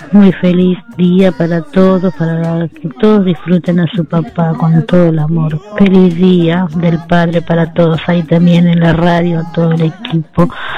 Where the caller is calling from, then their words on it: Buenos Aires, Argentina; de Florista, Monte Castro.